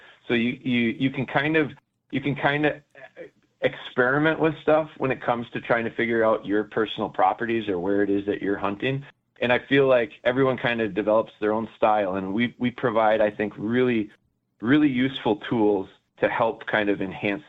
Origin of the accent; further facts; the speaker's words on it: Rhinelander, Wisconsin, United States; I'm from Rhinelander, hence the name Hodag Outdoors. And so I kind of grew up there, and I'm 45 right now.